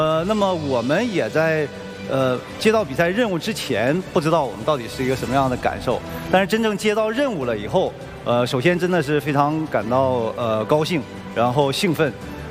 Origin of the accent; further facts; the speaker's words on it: China; 作为中国人能够站在世界杯上